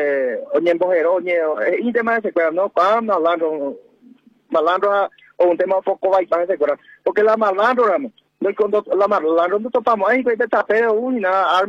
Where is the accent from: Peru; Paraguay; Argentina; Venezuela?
Paraguay; como paraguayo, como indígena, como nativo